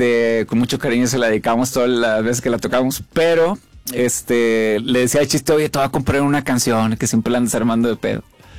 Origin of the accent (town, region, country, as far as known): Monterrey, Nuevo León, Mexico; born or raised there